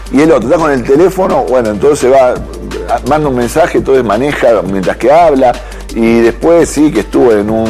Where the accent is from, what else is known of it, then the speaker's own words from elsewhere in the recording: Argentina; born there; yo que nací en Argentina